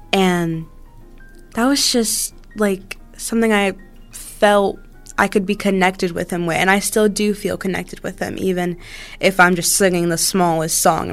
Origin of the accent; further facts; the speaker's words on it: Virginia, United States; I was born and raised in Virginia